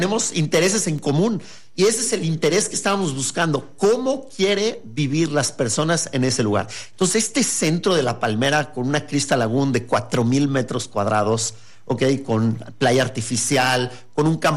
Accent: Mexico City, Mexico; yo soy de la Ciudad de México y nosotros de chiquitos tuvimos la fortuna de tener una casa en Cuernavaca

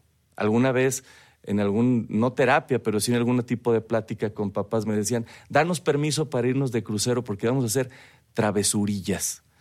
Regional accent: Mexico; Mexicanos somos, hispanoamericanos

